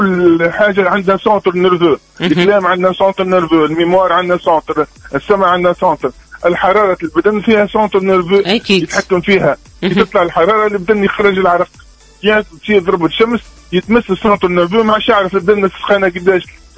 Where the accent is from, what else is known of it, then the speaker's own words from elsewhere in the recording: southern Tunisia, Tunisia; احنا عندنا في الجنوب زون معناتها كوتير كبيرة من بلقردان الجرديس الجربة